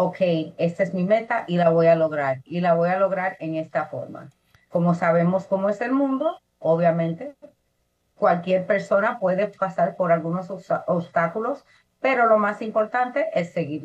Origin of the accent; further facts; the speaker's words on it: Dominican Republic; Bueno, siendo dominicana y en la cultura hispana, siempre estamos unidos, siempre estamos en comunidad, estamos en familia.